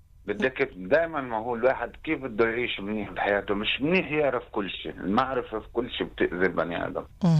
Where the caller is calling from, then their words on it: Jordan; من الأردن.